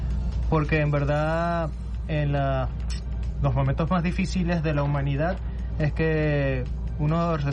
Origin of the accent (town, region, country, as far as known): Venezuela